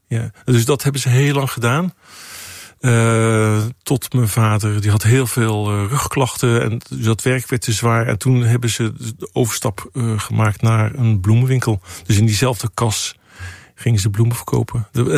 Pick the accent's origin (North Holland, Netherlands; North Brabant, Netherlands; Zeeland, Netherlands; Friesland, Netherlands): Zeeland, Netherlands; born there